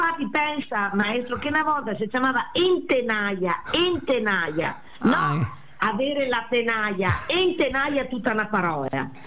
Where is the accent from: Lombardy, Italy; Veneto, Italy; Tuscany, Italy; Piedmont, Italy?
Veneto, Italy; Crespano; Ma il paga conto che convegno sono da Crespano, mi accaverò 30 forme del formaggio